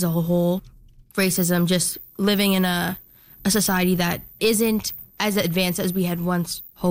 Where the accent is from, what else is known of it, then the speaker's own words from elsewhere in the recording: Halifax, Nova Scotia, Canada; born there; I also am from here, born here